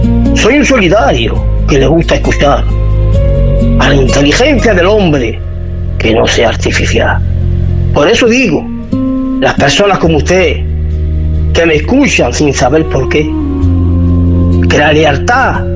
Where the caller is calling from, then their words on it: Huércal de Almería, Andalusia, Spain; de Huerca de Almería.